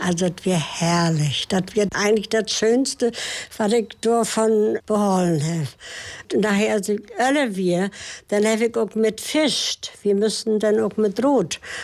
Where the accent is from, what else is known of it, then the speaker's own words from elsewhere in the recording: Seedorf, Mecklenburg-Vorpommern, Germany; Ich bin in Seedorf auf Rügen geboren und auch auf Wossen.